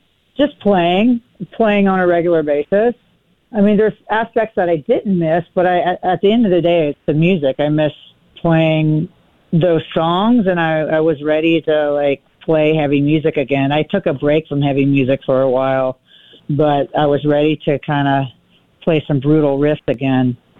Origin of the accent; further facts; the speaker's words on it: Greensboro, North Carolina, United States; moved away; I grew up in Greensboro.